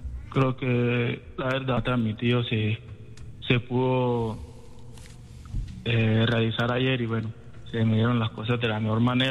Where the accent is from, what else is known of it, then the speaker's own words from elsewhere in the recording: Apartadó, Antioquia, Colombia; Yo soy de Apartado, Antioquia.